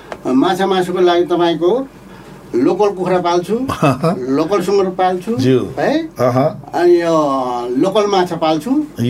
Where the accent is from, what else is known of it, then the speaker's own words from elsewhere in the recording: Koshi Province, Nepal; भोजपुर जिल्ला तिवरी भन्ज्याङ ward number 2 आबु पाक्सिखोङ भन्छ मेरो गाउँ घर.